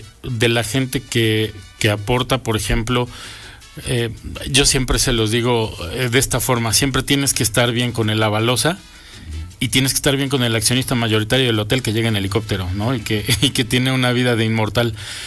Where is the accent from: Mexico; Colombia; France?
Mexico; como mexicanos creo que todos lo sabemos